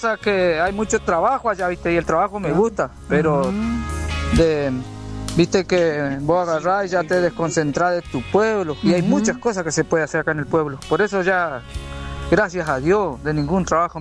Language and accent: Spanish; Alejandra, Santa Fe, Argentina; moved away as an adult; avisé ya a mis patrones que dentro de 3 meses me vengo, y acá hay futuro en Alejandra